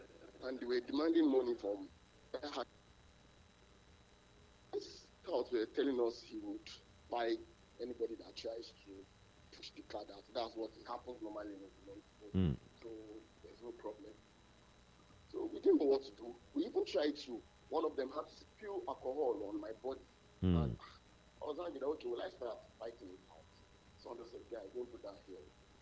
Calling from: Ikorodu, Lagos, Nigeria; I'm calling from Ikorodu.

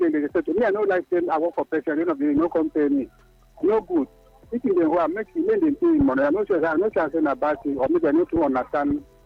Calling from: Nigeria; I'm calling from Okudu.

